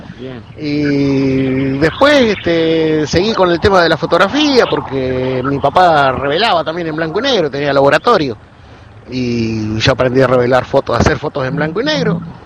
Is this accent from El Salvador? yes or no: no; Villa Cañas, Santa Fe, Argentina; moved away as an adult; now in Villa Mercedes, Argentina; Yo nací en Villa Cañas, provincia de Santa Fe. Mirá. El pueblo de Mirta Legrand, me dicen algunos. Sí, también, pero me vine acá. Yo soy más mercedino que santafesino